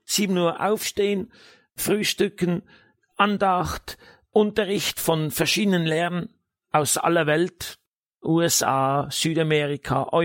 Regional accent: Appenzell Ausserrhoden, Switzerland; moved away

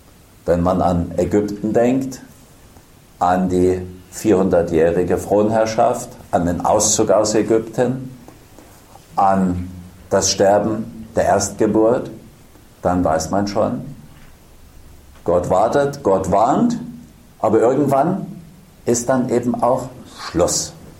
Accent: Germany

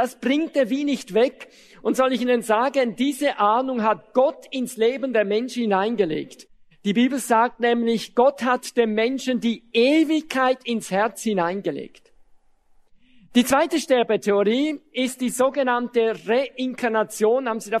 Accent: Switzerland

